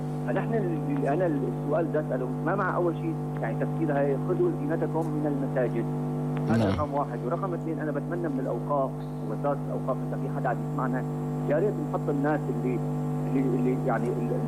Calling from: Aleppo, Aleppo Governorate, Syria; انا بحكي معك من حلب

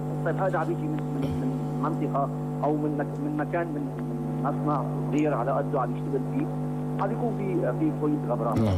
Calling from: Aleppo, Aleppo Governorate, Syria; انا بحكي معك من حلب

